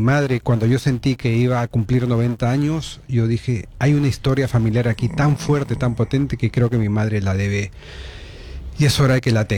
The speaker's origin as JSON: {"language": "Spanish", "country": "Peru"}